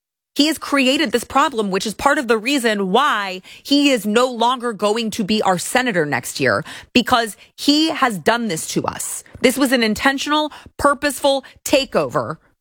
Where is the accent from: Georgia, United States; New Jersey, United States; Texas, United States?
Texas, United States; I was born and raised here my whole life. I've been here my whole life.